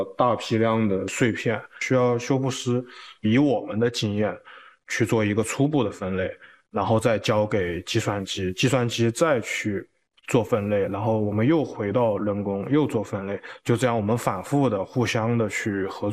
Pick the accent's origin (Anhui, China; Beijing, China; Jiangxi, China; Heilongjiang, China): Jiangxi, China; Jingdezhen; 今年27岁，土生土长的景德镇人。